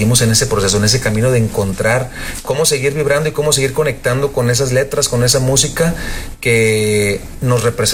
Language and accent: Spanish; Mazatlán, Sinaloa, Mexico; Fíjate que principalmente yo vibraba desde muy pequeño la música sinaloense. Soy de Mazatlán, la banda finalmente tú creces con el sonido de banda. Tú vas a Mazatlán y la banda se escucha por todos lados.